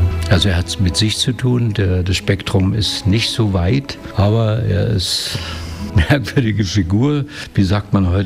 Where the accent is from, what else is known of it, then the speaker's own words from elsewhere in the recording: Usedom, Mecklenburg-Vorpommern, Germany; also born or lived in Brandenburg / Berlin; now in Dresden, Germany; ich bin gebürtiger Brandenburger, Preuße, dann aufgewachsen an der Ostsee, am Meer, auf der Insel Usedom, dann lange in Berlin, das Studium und dann Malerei, Grafik studiert in Dresden und dann in dieser wunderschönen norditalienischen Stadt Dresden in der Tupperdose kleben geblieben.